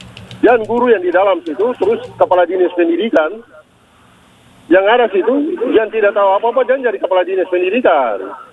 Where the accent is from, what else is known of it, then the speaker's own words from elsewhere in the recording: Papua, Indonesia; Untuk saya bilang kita orang Papua ini tidak miskin.